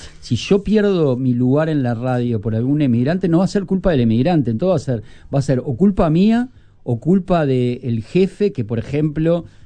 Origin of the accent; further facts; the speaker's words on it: Uruguay; born there; Mis bisabuelos eran europeos, mis bisabuelos. En mi caso que vengo también a ser tercera generación nacida en Uruguay.